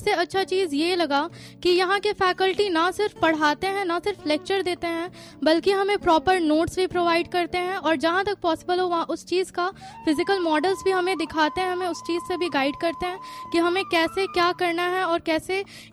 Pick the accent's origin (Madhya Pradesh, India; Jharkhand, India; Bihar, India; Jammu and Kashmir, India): Bihar, India; Patna; मैं पटना बिहार की हूँ, कंकड़बाग मेरा होम टाउन है।